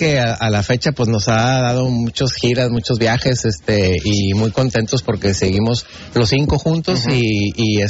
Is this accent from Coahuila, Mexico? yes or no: no; Monterrey, Nuevo León, Mexico; La verdad, pues somos de Monterrey, venimos con muchas influencias.